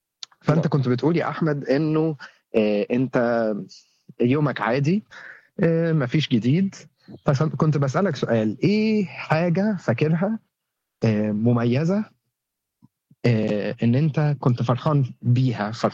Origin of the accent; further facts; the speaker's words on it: Egypt; الكلمة دي مش عندنا في مصر